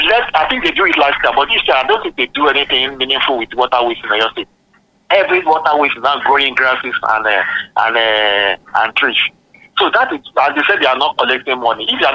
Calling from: Makola, Oyo, Nigeria; I'm calling from Makola.

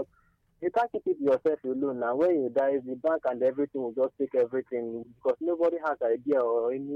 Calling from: India; I'm calling from India.

